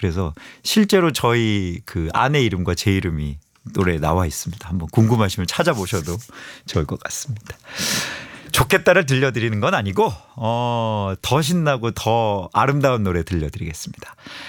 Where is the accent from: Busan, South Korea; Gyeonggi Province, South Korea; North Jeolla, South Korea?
Busan, South Korea; 저도 부산 사람인데.